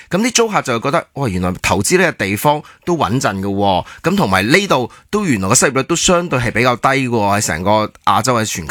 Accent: Hong Kong

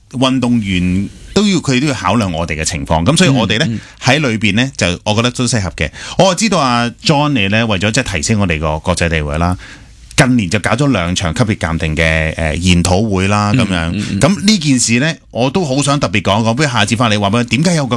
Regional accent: Hong Kong

